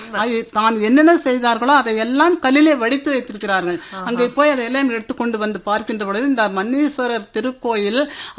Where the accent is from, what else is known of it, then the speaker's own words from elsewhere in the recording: Coimbatore district, Tamil Nadu, India; நான் கோவை மாவட்டத்தை சேர்ந்தவளே